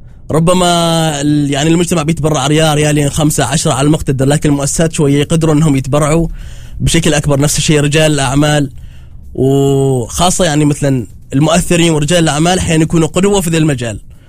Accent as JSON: {"language": "Arabic", "country": "Oman", "said": "نحن كمجتمع عماني"}